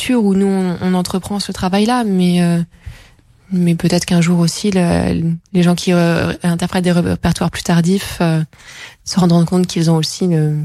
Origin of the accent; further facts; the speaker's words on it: Paris, Île-de-France, France; Non, moi je suis née à Paris, j'ai grandi à Paris, mais ma famille maternelle est originaire de cette région, donc j'y ai passé beaucoup de temps.